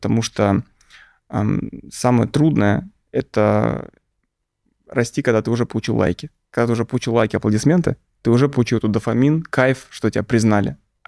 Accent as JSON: {"language": "Russian", "region": "Moscow", "country": "Russia", "tie": "born or raised there", "said": "Я же из Люблино парень, из Новокосино. Типа, я ходил в обычную общественную школу"}